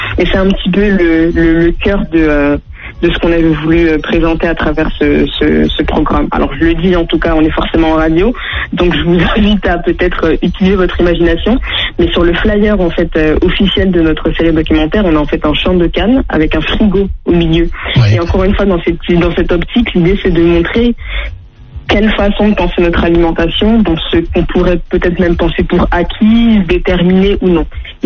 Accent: France; now in Martinique; Non, pas du tout. Je suis née, j'ai grandi en Hexagone.

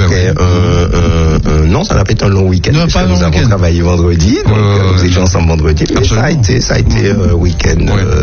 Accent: Martinique; chez nous en Martinique

